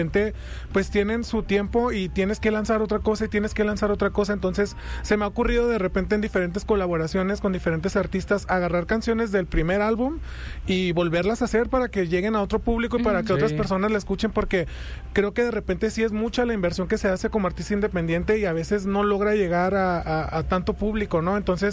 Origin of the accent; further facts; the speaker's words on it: Tijuana, Baja California, Mexico; soy un cantante de Tijuana